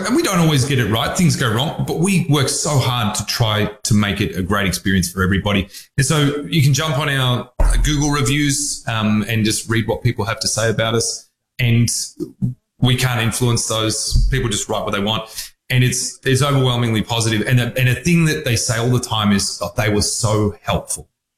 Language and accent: English; Australia